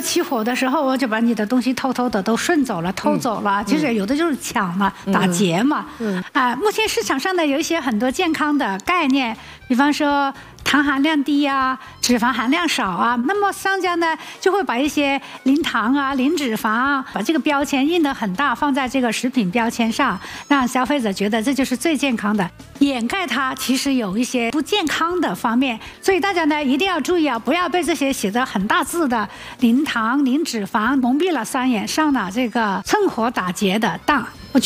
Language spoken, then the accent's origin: Chinese; China; 我们中国人